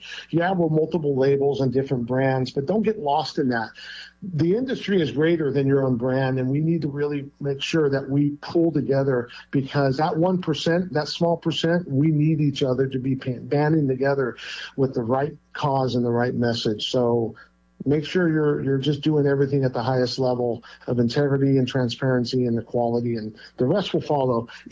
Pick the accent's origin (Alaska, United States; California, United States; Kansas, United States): California, United States; It is a mirror image of what I grew up with here in California